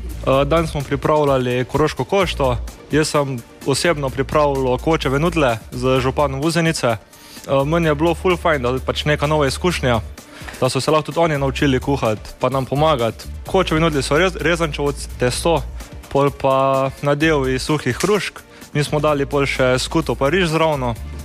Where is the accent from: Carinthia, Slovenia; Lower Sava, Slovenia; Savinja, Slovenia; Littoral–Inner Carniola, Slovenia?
Carinthia, Slovenia; Slovenj Gradec; prihajam iz Slovengradca